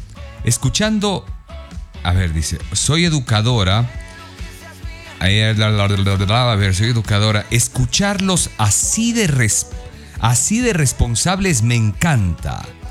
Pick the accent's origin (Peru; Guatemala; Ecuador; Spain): Ecuador; Guayaquil, Guayas; En Guayaquil. Es decir, de acá. Y soy guayaquileña, jajaja.